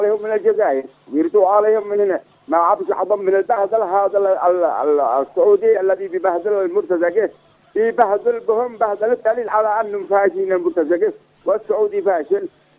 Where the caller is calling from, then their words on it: Yemen; هذا احنا يمنيين